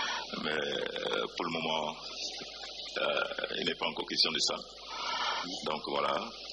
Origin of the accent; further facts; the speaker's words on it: Garoua, North, Cameroon; Je suis Camerounais. C'est vrai que j'ai fait toutes mes classes au lycée classique et moderne de Garoua. Ayant grandi à Roumdé, tout proche quelque part là.